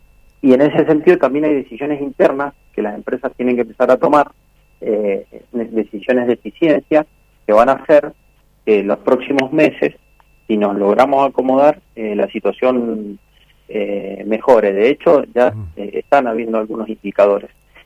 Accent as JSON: {"language": "Spanish", "region": "Mendoza", "country": "Argentina", "said": "nosotros como mendocinos"}